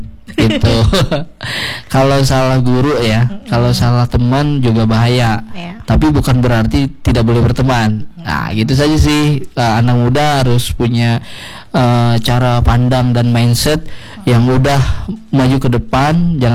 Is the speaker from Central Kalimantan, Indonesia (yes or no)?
yes; Central Kalimantan, Indonesia; Diriset sebuah karya kita, orang Kalimantan Tengah.